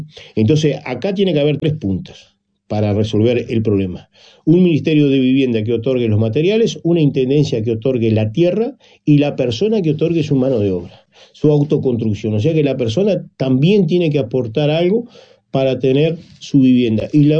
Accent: Artigas, Uruguay

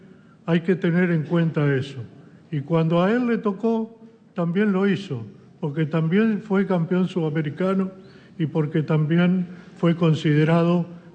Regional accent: Uruguay

